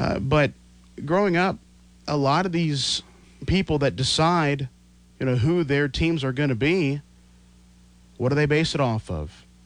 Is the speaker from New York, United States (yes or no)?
no; Mount Airy, Maryland, United States; Now, as I mentioned before, I grew up in Mount Airy.